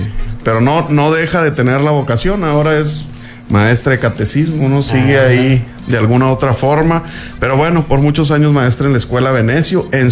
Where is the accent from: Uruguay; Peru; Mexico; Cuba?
Mexico; Zaragoza, Coahuila; also born or lived in Sabinas, Coahuila / Piedras Negras, Coahuila; allá naciera yo. Y nacieron todos mis hermanos, toda mi familia también nació en Sabinas, pero pues siempre viví en Zaragoza. Por allá, la primer casa de mis padres en la colonia muy conocida, La Novalera.